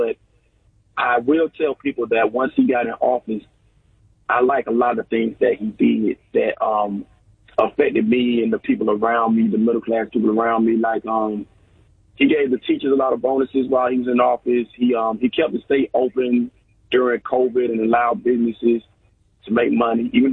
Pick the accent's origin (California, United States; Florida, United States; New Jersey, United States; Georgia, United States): Georgia, United States; I'm from Georgia. I want to talk about my Governor Kemp.